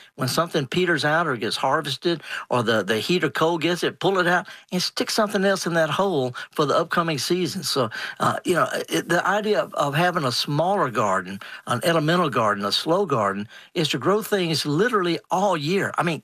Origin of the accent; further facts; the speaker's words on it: Mississippi, United States; I'm from Mississippi.